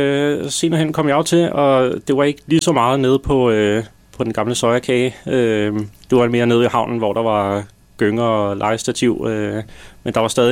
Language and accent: Danish; Copenhagen, Capital Region of Denmark, Denmark; Jeg er født inde på Sundholm. Dengang det var der barselsafdeling derinde. Og så i min børnedag, der er jeg opvokset inde på Islands Brygge i Egilsgade. Nede ved Toft vinhandel ovenover der.